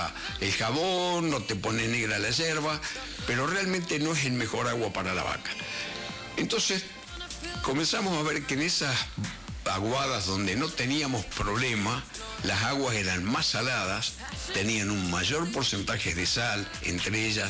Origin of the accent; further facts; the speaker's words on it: Ingeniero Luiggi, La Pampa, Argentina; Yo nací en Ingeniero Luigi, en el norte de la provincia de La Pampa.